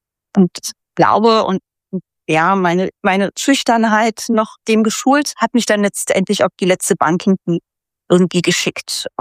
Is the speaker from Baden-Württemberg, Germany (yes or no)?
no; Berlin, Germany; Ich bin in Berlin groß geworden, ja, mittendrin.